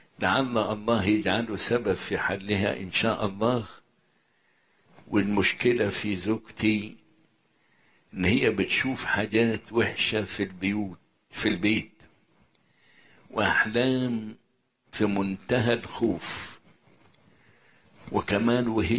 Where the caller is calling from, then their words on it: Cairo, Cairo Governorate, Egypt; من القاهرة، متجوز وعندي طفل 2 ونص.